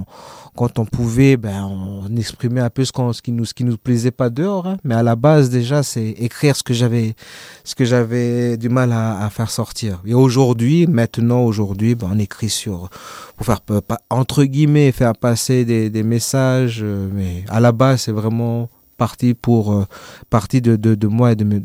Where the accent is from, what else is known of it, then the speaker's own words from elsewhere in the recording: Lifou, Loyalty Islands Province, New Caledonia; moi, j'ai grandi à Lifou, je parle pas le Lifou, etc., etc.